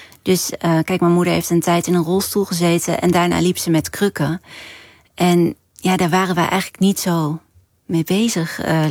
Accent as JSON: {"language": "Dutch", "town": "Vlijmen", "region": "North Brabant", "country": "Netherlands", "tie": "born or raised there", "said": "Het geweldige dorp waar ik ben opgegroeid."}